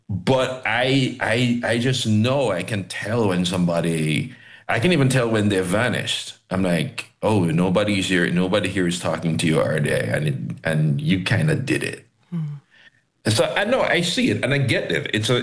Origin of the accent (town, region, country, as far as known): Jamaica